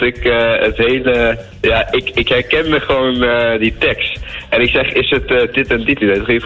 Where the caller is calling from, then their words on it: Rotterdam, South Holland, Netherlands; Ik ben vanuit IJsselmonde.